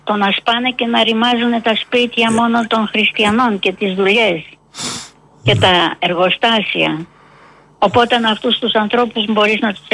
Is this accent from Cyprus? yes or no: no; Antigoni, Istanbul, Turkey; Ξέρεις, εγώ μεγάλωσα στην Αντιγόνη. Δηλαδή τα καλοκαίρια.